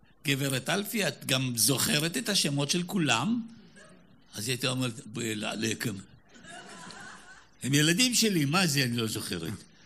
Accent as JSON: {"language": "Hebrew", "town": "Petah Tikva", "region": "Central District", "country": "Israel", "tie": "born or raised there", "said": "אצלנו בפתח תקווה הייתה מחנכת."}